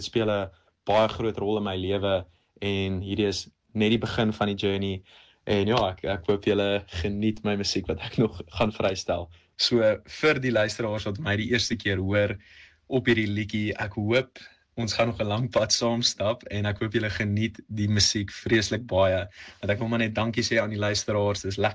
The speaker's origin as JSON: {"language": "Afrikaans", "town": "Witbank", "region": "Mpumalanga", "country": "South Africa", "also_born_or_lived": "Pretoria", "moved": "yes", "lives_now": "Cape Town, South Africa", "said": "Ek is oorspronklik van Witbank af. Ek was bietjie op skool gewees in Pretoria en ek is die laaste 4 jaar in die Kaap."}